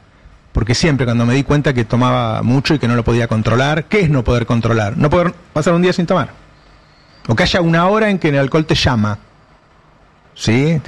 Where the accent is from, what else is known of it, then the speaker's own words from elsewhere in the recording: Talar, Buenos Aires Province, Argentina; soy de Talar.